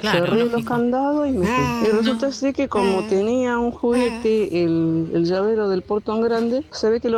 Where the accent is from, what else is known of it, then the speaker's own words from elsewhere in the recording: San Vicente, Argentina; soy de San Vicente.